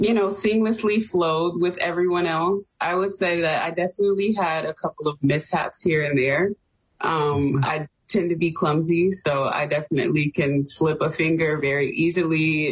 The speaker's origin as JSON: {"language": "English", "town": "Hampton", "region": "Virginia", "country": "United States", "said": "I am from Hampton, Virginia."}